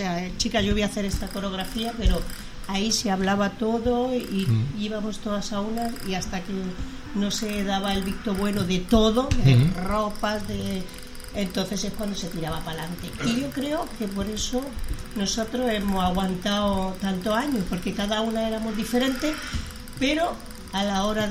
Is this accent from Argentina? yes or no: no; Andalusia, Spain; now in Extremadura, Spain; yo no soy extremeña, soy andaluz.